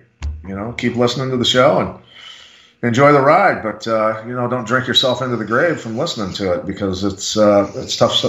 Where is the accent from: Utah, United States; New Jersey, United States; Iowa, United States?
Iowa, United States; Bettendorf; here in my hometown of Bettendorf, Iowa, at the public library.